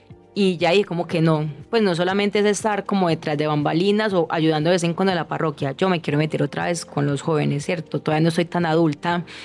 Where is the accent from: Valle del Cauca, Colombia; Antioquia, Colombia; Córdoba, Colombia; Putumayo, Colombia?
Antioquia, Colombia; Remedios; now in Medellín, Colombia; una familia bastante católica, yo soy de un pueblo, no soy de acá de Medellín, soy oriunda de un pueblo que se llama Remedios, Antioquia.